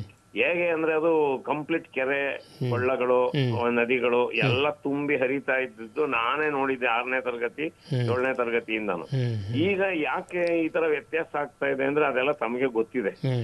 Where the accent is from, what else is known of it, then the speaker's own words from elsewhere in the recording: South India, India; ನಮ್ ತಮಿಳು, ಆಂಧ್ರ, ಕೇರಳ ಕಡೆ ನಾವು ಸೌತ್ ಇಂಡಿಯಾದವರು